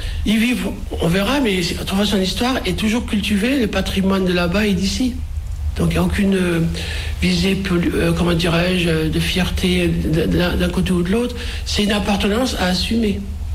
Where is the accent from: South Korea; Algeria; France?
Algeria; Skikda, Skikda Province; born there